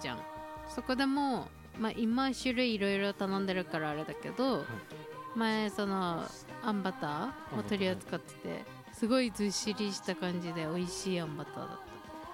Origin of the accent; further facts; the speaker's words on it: Fukushima, Japan; moved away; 私の実家の方面で